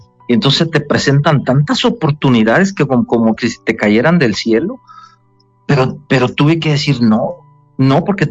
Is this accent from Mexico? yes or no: yes; Mexico; also born or lived in United States; si nosotros somos mexicanos y llegamos a los Estados Unidos